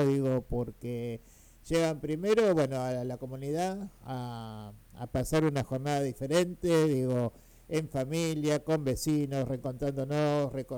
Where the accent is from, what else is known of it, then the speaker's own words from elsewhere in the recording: Argentina; a los que somos argentinos